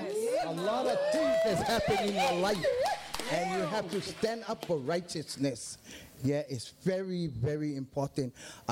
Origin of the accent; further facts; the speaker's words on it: Opi'ikau, Hawaii, United States; And I'm actually originally from Opi'ikau. And that house next to the Opi'ikau church, that was mine.